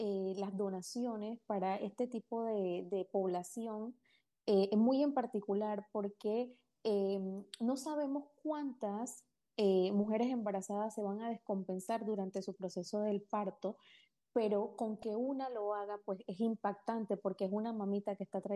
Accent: Panama; como panameños y como seres humanos

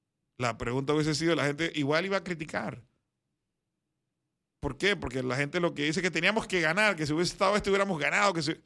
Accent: Panama; como todo panameño, yo quiero ver mi país competir

